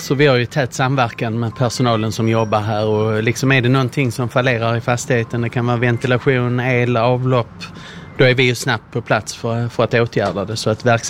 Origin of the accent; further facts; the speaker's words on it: Malmö, Skåne, Sweden; Jag är ju född och uppvuxen i Malmö och mina föräldrar är MFF-are